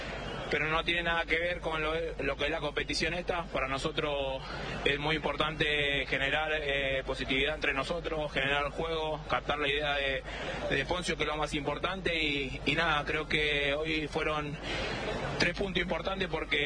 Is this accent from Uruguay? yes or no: no; Argentina; como argentinos sabemos de lo que es Leo para nosotros, es nuestra bandera